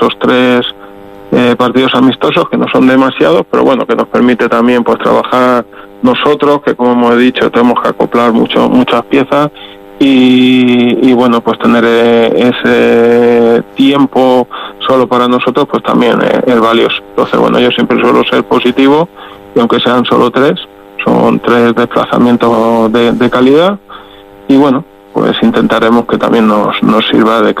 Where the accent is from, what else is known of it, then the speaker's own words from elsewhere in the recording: Cartagena, Region of Murcia, Spain; nosotros que venimos de la zona de Cartagena, estamos un poquito acostumbrados